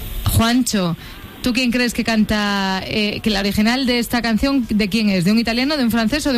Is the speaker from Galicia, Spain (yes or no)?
yes; Lugo, Galicia, Spain; por no decirlo yo que soy de Lugo